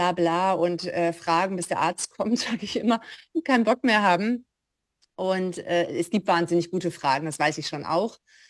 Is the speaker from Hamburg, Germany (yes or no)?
yes; Hamburg, Germany; moved away as an adult; now in Graz, Austria; Und der Beginn war in Hamburg tatsächlich, also annähernd meiner Heimat. Also ich komme aus der Nähe und bin aber mit 50 Jahren vorrangig nach Graz gezogen, der Liebe wegen